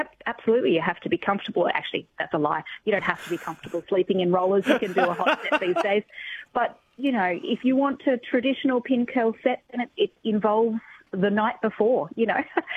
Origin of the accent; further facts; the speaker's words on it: Tasmania, Australia; Look, I grew up in Tasmania, and I knew from quite early on that I enjoyed vintage fashion